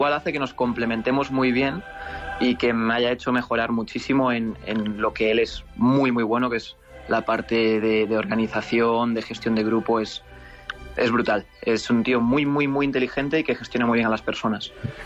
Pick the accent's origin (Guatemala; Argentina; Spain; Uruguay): Spain